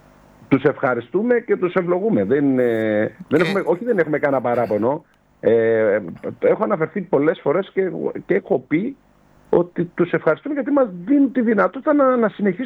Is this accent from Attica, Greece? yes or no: no; Rhodes, South Aegean, Greece; εμείς έτσι είμαστε, οι Ροδίδες είμαστε φιλόξενοι.